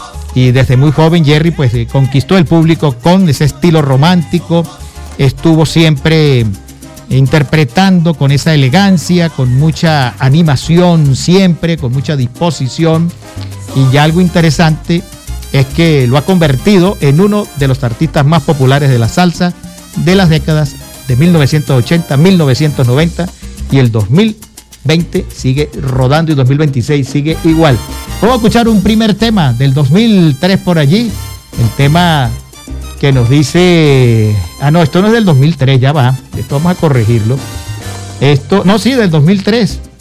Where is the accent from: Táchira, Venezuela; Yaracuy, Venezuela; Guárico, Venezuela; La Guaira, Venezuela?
Táchira, Venezuela; La Grita; yo soy de la Grita